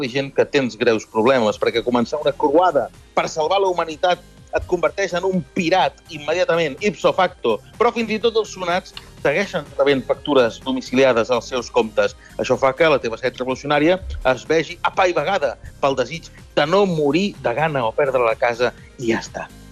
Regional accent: Sabadell, Catalonia, Spain

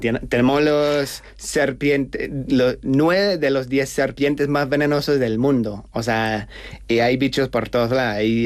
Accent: Brisbane, Queensland, Australia; Spanish is a second language; now in Madrid, Spain; llevo aquí en Madrid 9 meses y soy de Brisbane, Australia.

